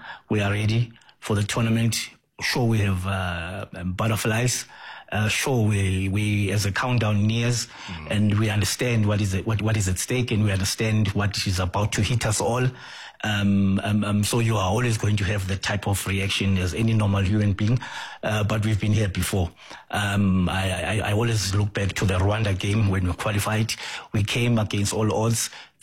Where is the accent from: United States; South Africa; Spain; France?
South Africa; As a South African, as a football fan